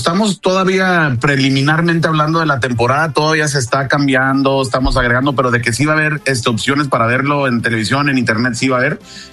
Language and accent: Spanish; Mexico; tenemos que apoyarlo como mexicanos